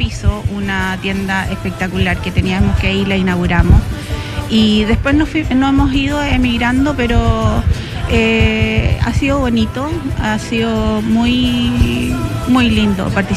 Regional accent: O'Higgins, Chile; somos solamente mujeres de la Sexta Región.

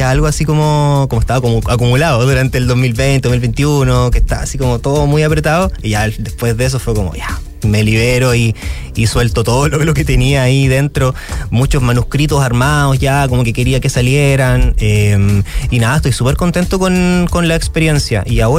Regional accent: Antofagasta, Chile; Yo soy antofagastino, nacido y criado acá

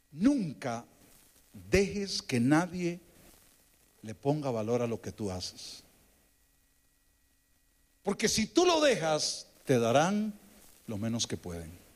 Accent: Costa Rica; yo nací en una familia de la más acomodada en Costa Rica.

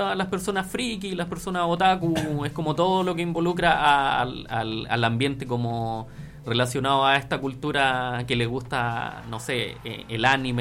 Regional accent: Curicó, Maule, Chile; soy de Curicó.

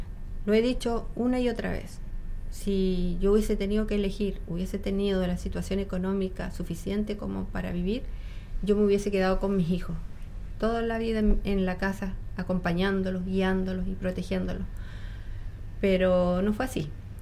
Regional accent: Los Lagos, Los Ríos, Chile; de nuestra comuna de Los Lagos, que yo la quiero mucho porque nací aquí, crecí aquí, me eduqué acá. Entonces es mi pueblo

